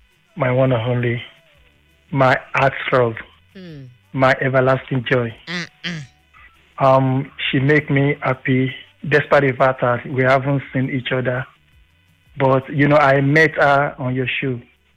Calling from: Ifo, Ogun, Nigeria; I'm calling from Ifo.

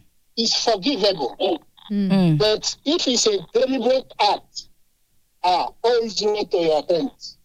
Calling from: Manchester, North West England, United Kingdom; from Manchester.

